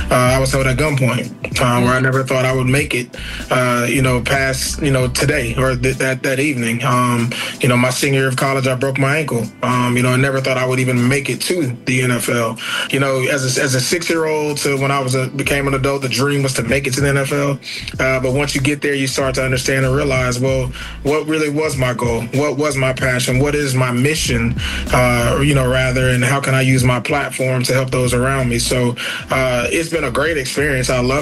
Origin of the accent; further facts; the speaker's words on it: Tallahassee, Florida, United States; So I'm from Tallahassee, Florida, born and raised.